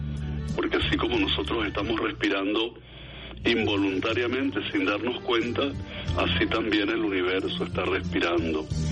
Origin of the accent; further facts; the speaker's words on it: Venezuela; Agradece el país donde naciste, la naturaleza, las bellezas, todo eso grande que tenemos en Venezuela